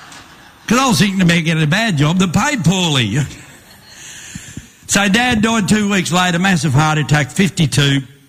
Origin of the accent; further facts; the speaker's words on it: Warwick, Queensland, Australia; I said, no, mate, I'm from Warwick.